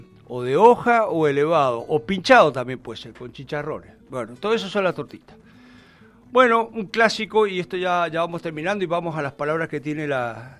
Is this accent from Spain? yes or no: no; Mendoza, Argentina; Los mendocinos le decimos encanta.